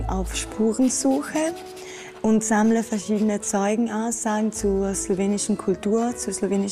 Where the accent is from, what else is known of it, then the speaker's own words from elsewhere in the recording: Trentino-Alto Adige, Italy; genauso wie ich das aus meiner Heimat aus Südtirol kenne, wie sich zwei Sprachen zusammenfinden